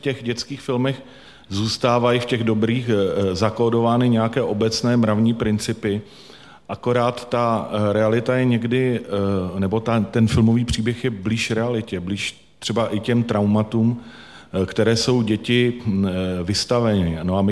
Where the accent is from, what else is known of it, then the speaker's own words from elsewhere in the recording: České Budějovice, South Bohemian Region, Czechia; když jsem do kina Kotva u nás v Budějovicích chodil, tak jsem začal, si pamatuju, takový jako třikrát Frigo na mašině.